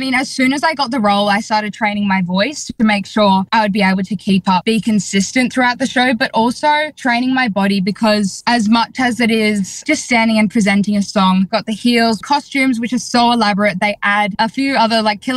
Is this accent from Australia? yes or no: yes; Mandurah, Western Australia, Australia; now in Sydney, Australia; Growing up in Mandurah